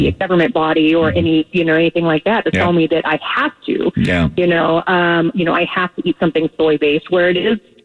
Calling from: United States

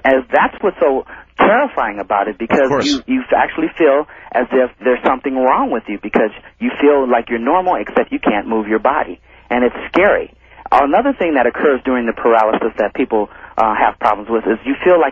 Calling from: Los Angeles, California, United States; I'm from Los Angeles myself.

